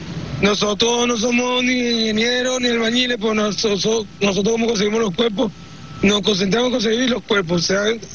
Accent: Caracas, Capital District, Venezuela; tampoco somos de la zona, somos de Caracas.

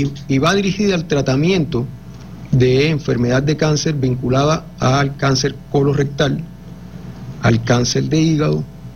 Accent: Cuba; el pueblo de Cuba, mi pueblo

